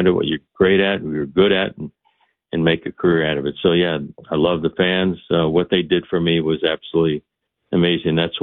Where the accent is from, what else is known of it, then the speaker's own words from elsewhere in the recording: Chicago, Illinois, United States; me growing up in Chicago and my favorite player, Louis Aparicio, and all that.